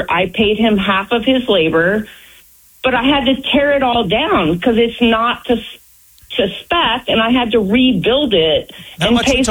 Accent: New Jersey, United States; I'm from Jersey. You don't do this.

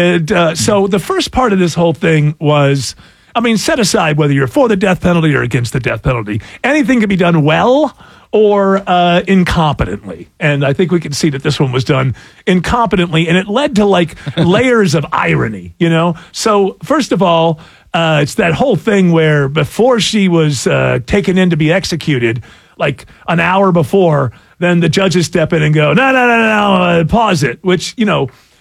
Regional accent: England, United Kingdom; I'm English, so I know 34 people named Nigel.

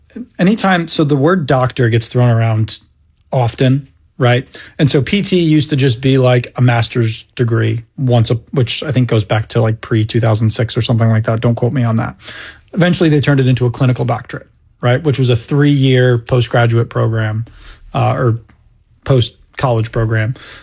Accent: Portland, Maine, United States; moved away as an adult; now in Florida, United States; Grew up just outside of Portland, Maine.

